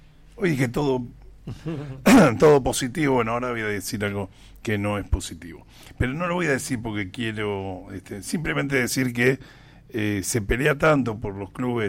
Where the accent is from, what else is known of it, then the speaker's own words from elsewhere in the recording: Berazategui, Buenos Aires Province, Argentina; somos todos de Berazategui.